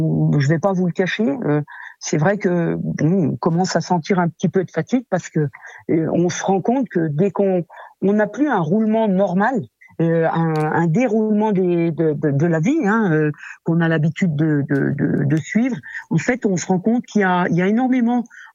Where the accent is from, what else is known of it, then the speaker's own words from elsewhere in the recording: Pralognan, Auvergne-Rhône-Alpes, France; born there; on évolue depuis qu'on est petit, parce que ben, je suis née à Pralognan.